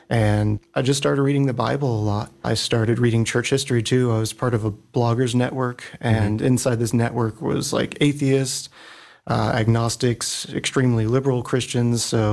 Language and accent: English; North Carolina, United States; moved away; I'm actually from a South Carolina parish. If you look at where I'm from, it'll show South Carolina, but I'm actually from North Carolina.